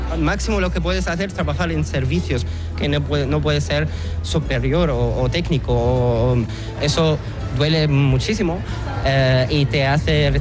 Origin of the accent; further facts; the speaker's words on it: Damascus, Damascus Governorate, Syria; Spanish is a second language; moved away as an adult; soy estudiante de arquitectura, soy de origen sirio, de Damasco, de la capital, y tengo 29 años.